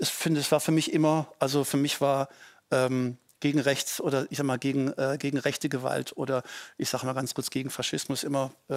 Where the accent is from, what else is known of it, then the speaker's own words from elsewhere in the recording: North Rhine-Westphalia, Germany; da in Ostwestfalen, wo ich groß geworden bin, da hat dann schon die SPD hier und damals Straßen- und Kinderfeste gemacht